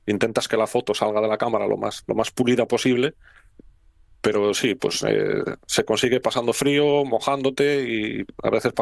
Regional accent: Asturias, Spain; Yo soy asturiano y quiero mucho a mi tierra y a mi patria, pero es mucho mejor Galicia.

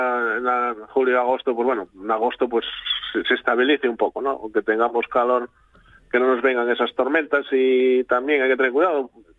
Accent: Valdredo, Cudillero, Asturias, Spain; yo soy de costa, uh-huh. Pero bueno, tenemos aquí muy cerca las brañas vaqueiras, aquí de Valdredo, que yo toda la vida soy de aquí de Valdredo

